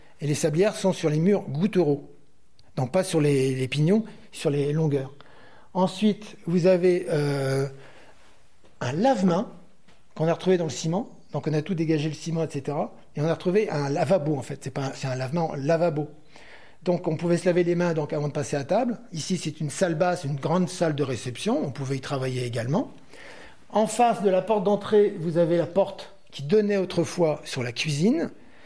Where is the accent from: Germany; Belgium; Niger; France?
France; Paris, Île-de-France; born there; now in Brittany, France; moi je suis né à Paris, parce que mon père travaillait à Paris aux arts décoratifs